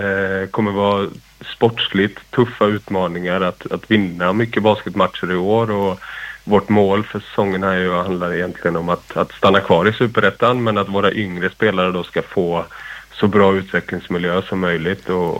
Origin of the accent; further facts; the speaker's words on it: Malmö, Skåne, Sweden; born there; Jag är ju född i Malmö, brukar jag stoltsera med, trots att inte det hörs på dialekten.